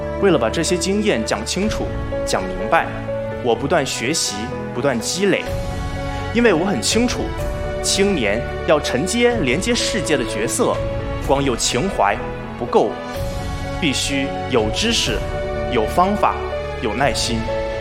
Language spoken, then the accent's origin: Chinese; Guizhou, China; now in Beijing, China; 1998年，我出生在黔东南一个多民族共居的村子里